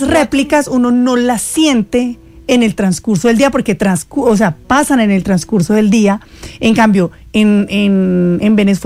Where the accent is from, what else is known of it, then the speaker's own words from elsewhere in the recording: Manizales, Caldas, Colombia; la gente recuerda mucho que yo soy de Manizales y porque yo todo el tiempo hablo que soy de Manizales, que soy del Eje Cafetero.